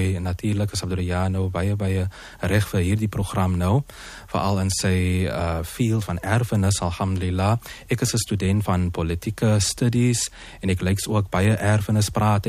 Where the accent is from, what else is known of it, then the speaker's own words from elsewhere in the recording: Western Cape, South Africa; accent: Afrikaaps; ek is meer Afrikaaps en nie noodwendelik Afrikaansie